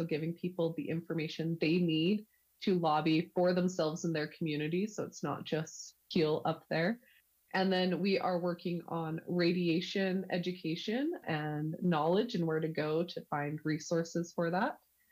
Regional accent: Utah, United States; First and foremost, I am born and raised in Utah.

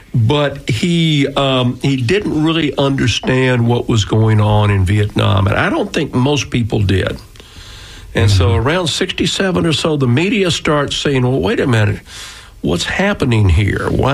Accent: the South, United States; I grew up in the South.

